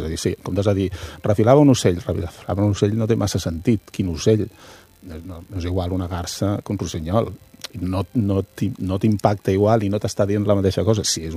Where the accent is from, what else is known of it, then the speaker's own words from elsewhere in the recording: Taradell, Catalonia, Spain; Sí, és d'on jo soc de Taradell, eh?